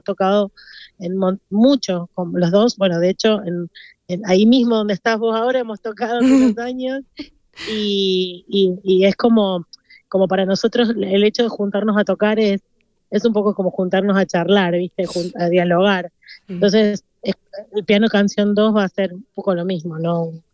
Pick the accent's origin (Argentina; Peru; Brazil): Argentina; Mendoza; now in Catalonia, Spain; en Mendoza, de donde soy yo